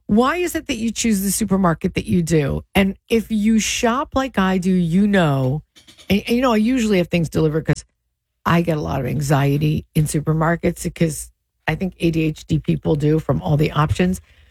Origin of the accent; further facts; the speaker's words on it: Deal, New Jersey, United States; I grew up in Deal. There was one supermarket in my town that was Acme.